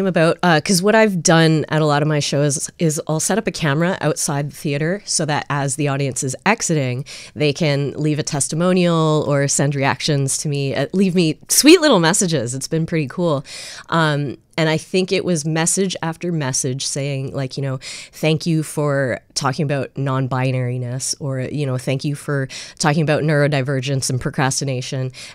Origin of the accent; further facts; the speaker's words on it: Canada; moved away; also born or lived in Australia; I started doing the show in Canada in 2024. And in the beginning, I self-described as Asian Canadian Australian.